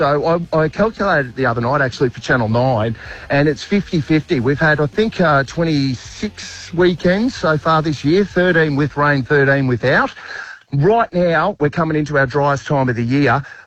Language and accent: English; Queensland, Australia; What I'm talking about is how I feel as a Queenslander.